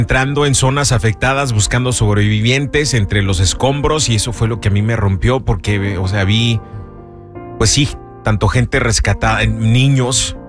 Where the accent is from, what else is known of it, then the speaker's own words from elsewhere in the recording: Mexico; nosotros como mexicanos